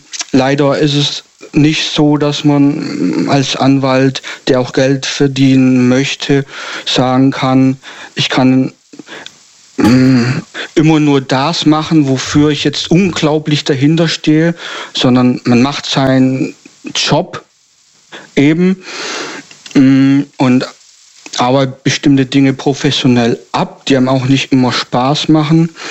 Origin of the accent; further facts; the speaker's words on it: Stuttgart, Baden-Württemberg, Germany; Ich komme aus der Gegend Stuttgart. Also das ich sage jetzt mal so grob.